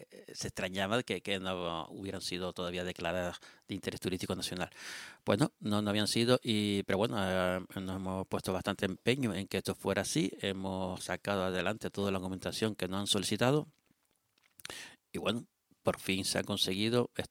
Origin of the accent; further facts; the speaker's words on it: Teror, Canary Islands, Spain; para nosotros, los terorenses.